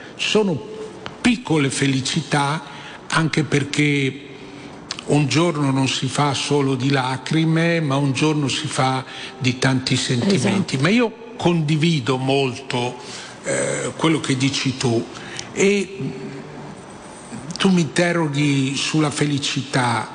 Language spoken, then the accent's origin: Italian; Rome, Lazio, Italy; da romano, tu sei di Torino, da romano a torinese